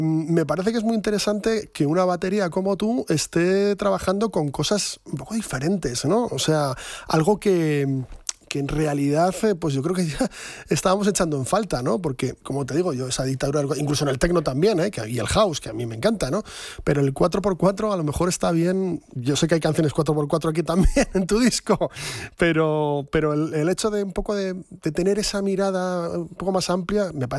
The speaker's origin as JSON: {"language": "Spanish", "region": "Buenos Aires", "country": "Argentina", "tie": "born there", "said": "soy pseudo argentino y tal. Pero lo cierto es que nací en Buenos Aires"}